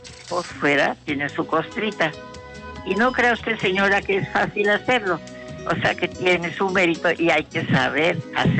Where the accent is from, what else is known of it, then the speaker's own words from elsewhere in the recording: Mexico; nosotros somos mexicanos